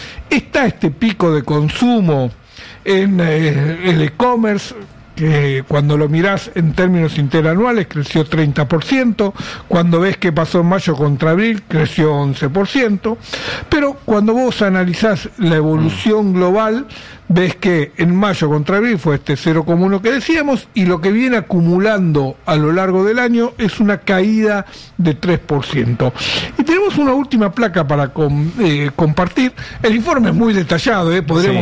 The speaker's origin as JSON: {"language": "Spanish", "country": "Argentina", "said": "El problema es que el mercado interno somos los argentinos."}